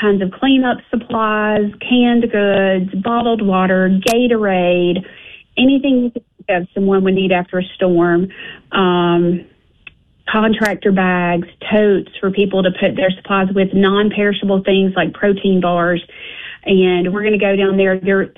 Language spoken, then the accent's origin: English; Brewton, Alabama, United States; moved away; My hometown of Brewton, Alabama, took a direct hit from this latest hurricane. And it's a rural area.